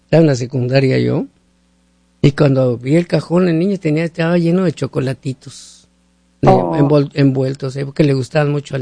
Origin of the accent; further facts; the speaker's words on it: Mexico; No, pues así somos los mexicanos, nos reímos de la muerte.